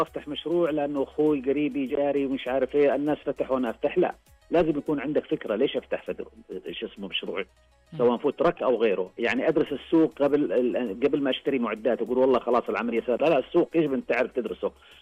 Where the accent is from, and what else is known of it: Saudi Arabia